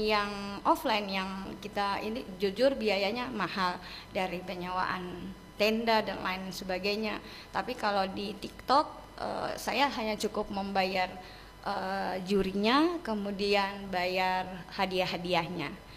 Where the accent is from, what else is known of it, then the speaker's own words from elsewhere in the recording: Gorontalo, Indonesia; kami orang Gorontalo didatangi orang luar daerah